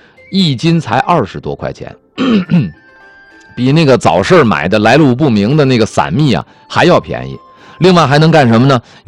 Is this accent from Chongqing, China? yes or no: no; Liaoning, China; moved away; 我的老家辽宁啊